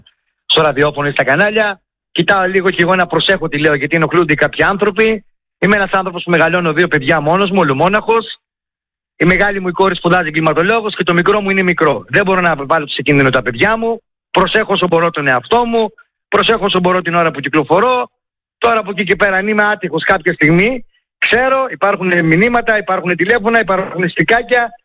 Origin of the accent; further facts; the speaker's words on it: Thessaly, Greece; Θα κοιτάξω νόμιμα να μάθω για τον τόπο μου, για τη Μαγνησία.